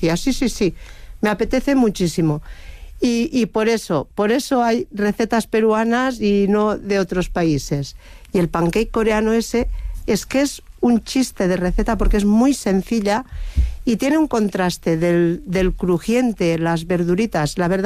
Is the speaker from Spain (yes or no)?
yes; Lleida, Catalonia, Spain; Yo soy de Lleida, entonces el día que hay un nubarrón ya estamos preparando las bolsas y las botas para ir a por caracoles.